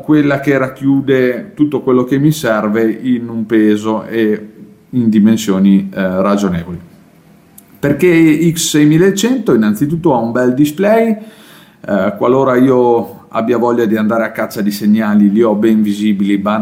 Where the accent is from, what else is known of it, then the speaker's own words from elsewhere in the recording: Trentino-Alto Adige, Italy; io sono dell'Alto Adige.